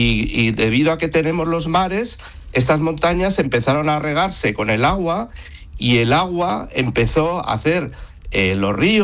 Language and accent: Spanish; northern Spain, Spain; moved away as an adult; now in Seville, Spain; yo soy del norte de España, llegué hace 12 años a Sevilla y estaba muy acostumbrado a ir todos los días al monte